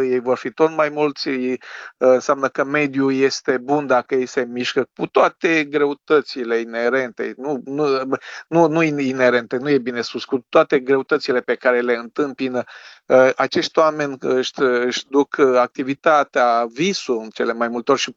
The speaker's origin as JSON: {"language": "Romanian", "country": "Romania", "said": "sunt mândru că sunt român, sunt proud to be Romania"}